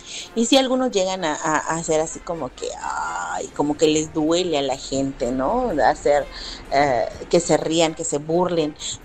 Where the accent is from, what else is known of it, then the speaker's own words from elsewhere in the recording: Mexico; Así somos, los mexicanos somos chingones.